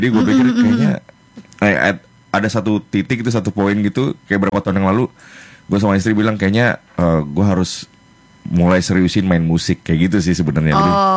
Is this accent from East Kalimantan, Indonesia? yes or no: yes; Balikpapan, East Kalimantan, Indonesia; now in Tangerang, Indonesia; tapi mungkin asalnya Balikpapan ya kalau gue.